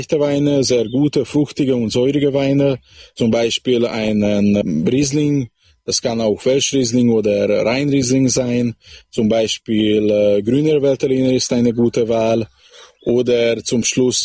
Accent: Baranya, Hungary; ich stamme aus Harscheid. Das ist ein schwäbisches Dorf im Komitat Braneu.

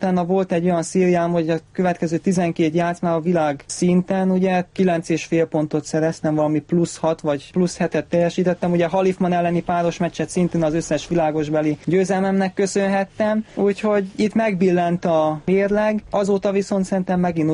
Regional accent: Szeged, Csongrád-Csanád, Hungary; now in Budapest, Hungary; A legnagyobb oka az az volt, hogy Szegedről jöttem, ugye a családom ott volt

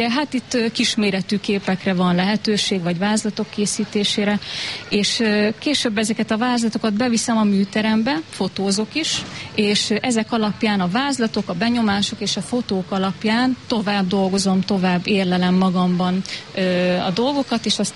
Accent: Szolnok, Jász-Nagykun-Szolnok, Hungary; born there; az alföldi festészet képviselői mindenképpen hatottak rám, és én mindig azt mondom, hogy nem hiába születtem oda, ahova születtem.

